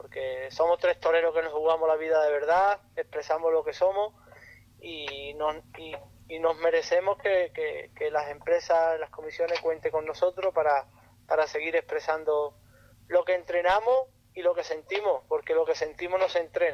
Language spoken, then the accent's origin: Spanish; Andalusia, Spain; la provincia de Cádiz, porque es una provincia muy bonita, es mi tierra